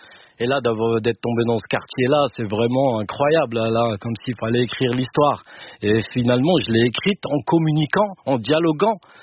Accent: Mantes-la-Jolie, Île-de-France, France; on vient des Yvelines. Donc qui dit les Yvelines, déjà, dit hein

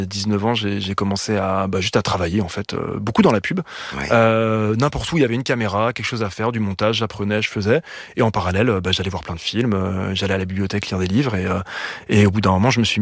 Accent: Lyon, Auvergne-Rhône-Alpes, France; Moi, j'ai grandi à Lyon

